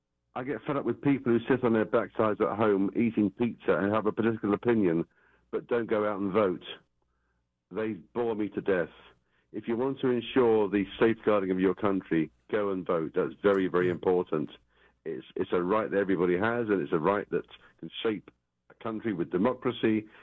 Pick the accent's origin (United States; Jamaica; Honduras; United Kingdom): United Kingdom; And I think it's important for me as a Brit to give you guys some heed and some warning.